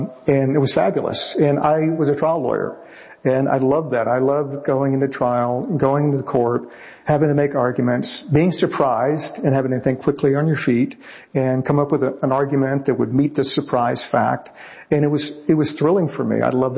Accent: Richmond, Virginia, United States; I grew up in Richmond.

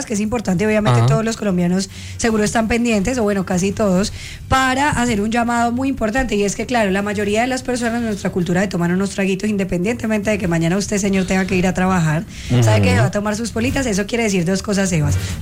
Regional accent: Colombia; Pero soy colombiana y ya con eso tengo derecho y pasaporte

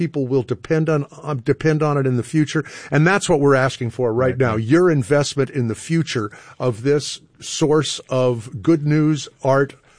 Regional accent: Los Angeles, California, United States; now in Spokane, United States; my Congregational Church from down in Woodland Hills, California, when mm-hmm. I was a boy.

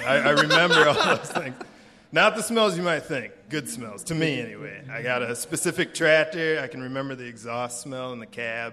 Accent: Coggin, United States; So, I mean, growing up in Coggin, being there my whole life, you know, and I actually own the farm down the road from the family farm that I grew up on.

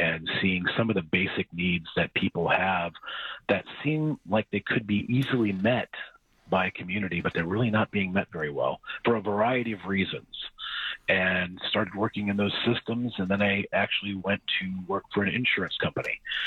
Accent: Oil City, Pennsylvania, United States; also born or lived in Oakland; I come originally from Oakland, is where I was born. But we moved to Oil City, and from there I wound up going to college in Pennsylvania

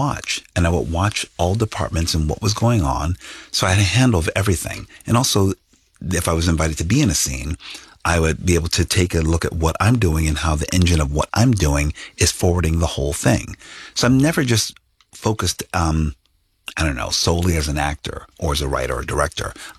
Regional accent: Philadelphia, Pennsylvania, United States; I come from a very humble place. I come from

